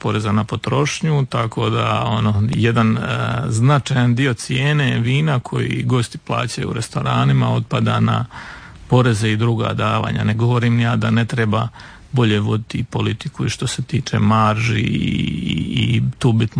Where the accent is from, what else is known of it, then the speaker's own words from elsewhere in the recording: Dalmatia, Croatia; kod nas u Dalmaciji